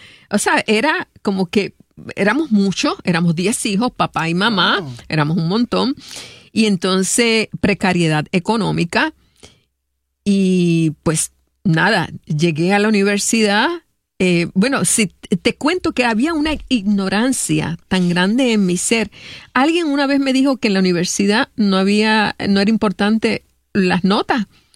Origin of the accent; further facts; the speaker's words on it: Cidra, Puerto Rico; moved away as an adult; yo también soy de Sidra.